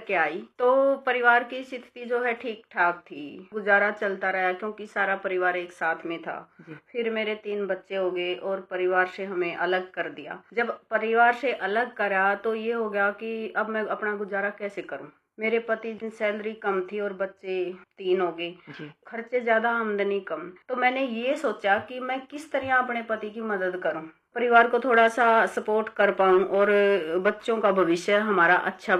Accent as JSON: {"language": "Hindi", "region": "Haryana", "country": "India", "said": "और जैसे मैं हरियाणा से हूँ, हरियाणा में स्कीम है हरियाणा राज्य ग्रामीण आजीविका मिशन"}